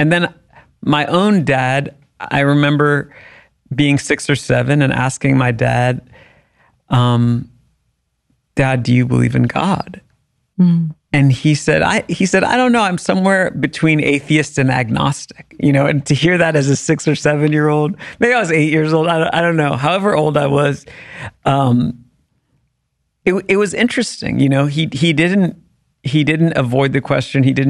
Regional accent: Washington, District of Columbia, United States; born or raised there

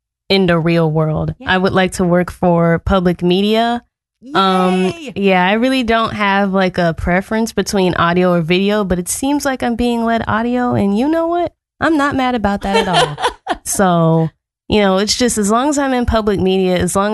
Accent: Detroit, Michigan, United States; moved away as an adult; now in Muncie, Indiana, United States; I'm from Detroit, Michigan. It's about 5 hours from here.

